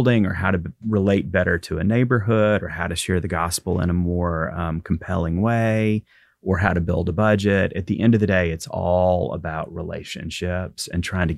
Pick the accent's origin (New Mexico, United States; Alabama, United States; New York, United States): Alabama, United States; Guntersville; United Methodist, a little bitty United Methodist church in Guntersville, Alabama, my hometown.